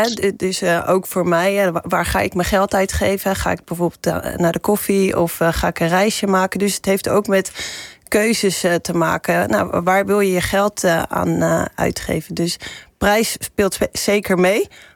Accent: Delft, South Holland, Netherlands; ik kom uit Delft.

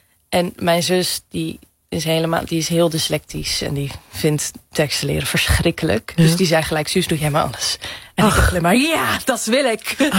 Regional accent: Amsterdam, North Holland, Netherlands; In Amsterdam, in Oost. In Amsterdam-Oost.

